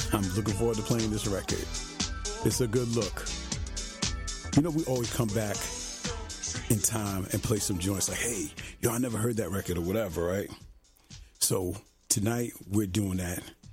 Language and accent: English; Honduras; Honduras family. Yo, salute. We got that worldwide recognition. So salute to … for shouting out my home country.